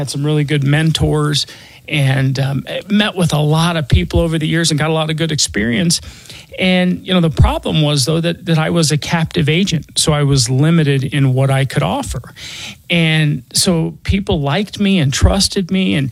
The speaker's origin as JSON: {"language": "English", "town": "Denver", "region": "Colorado", "country": "United States", "tie": "born or raised there", "said": "I was born and raised here in Denver. I went to Holly Hills Elementary School over close to Hamden and I-25. That's where I grew up."}